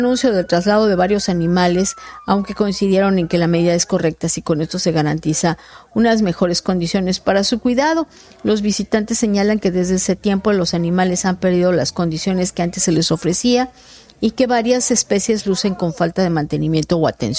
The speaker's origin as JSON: {"language": "Spanish", "region": "Tabasco", "country": "Mexico", "moved": "yes", "said": "yo vengo de Tabasco"}